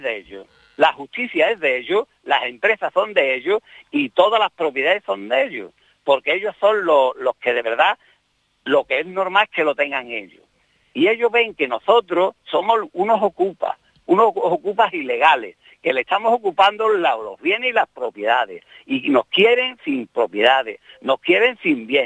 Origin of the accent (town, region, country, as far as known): Spain